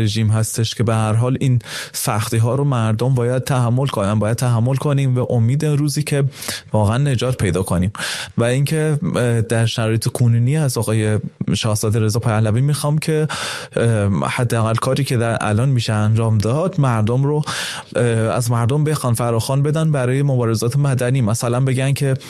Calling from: Tehran, Tehran Province, Iran; سلام، من از تهران هستم.

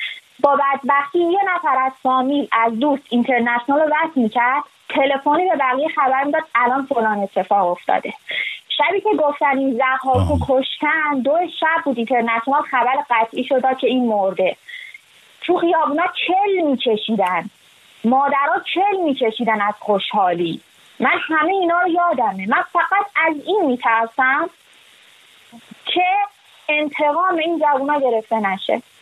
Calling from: Shiraz, Fars, Iran; من از شیراز اومدم.

